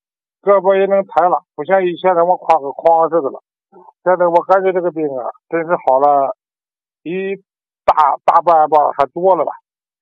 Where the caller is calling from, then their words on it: Jinan, Shandong, China; 哎，汪老师，我是济南历下区的。